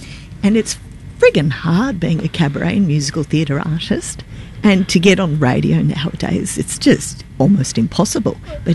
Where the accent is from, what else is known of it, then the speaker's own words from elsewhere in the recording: Australia; accent: Aussie; my natural accent, my Aussie accent.